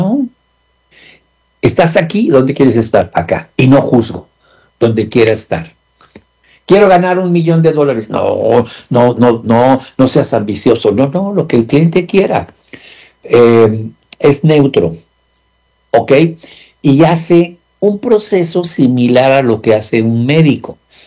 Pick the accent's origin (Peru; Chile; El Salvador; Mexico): Mexico; decimos en México chismoso